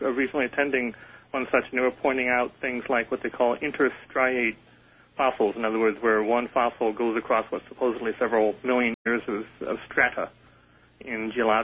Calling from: Azusa, California, United States; calling from Azusa, California.

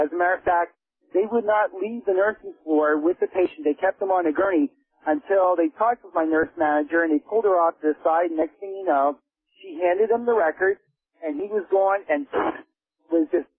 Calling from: Anchorage, Alaska, United States; Morning, Art. … Anchorage. How you doing?

